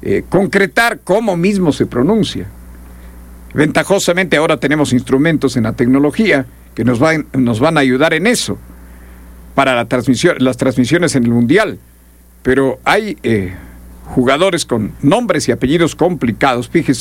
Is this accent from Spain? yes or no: no; Ecuador; los ecuatorianos festejamos